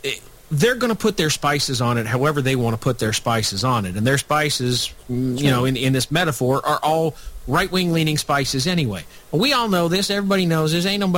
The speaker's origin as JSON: {"language": "English", "region": "Nebraska", "country": "United States", "said": "I said, Michael, I'm from Nebraska. We have a one house legislature."}